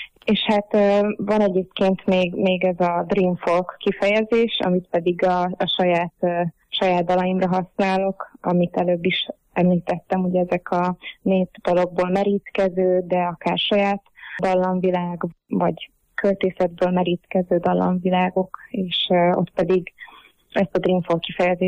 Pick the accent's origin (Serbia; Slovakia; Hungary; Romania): Slovakia; az identitásom részét képezi, hogy felvidéki magyar vagyok, szlovákiai magyar vagyok